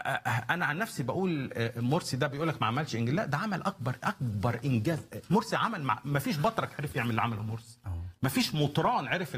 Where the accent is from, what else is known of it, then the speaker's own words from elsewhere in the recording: Egypt; انا احس بيها كمصري.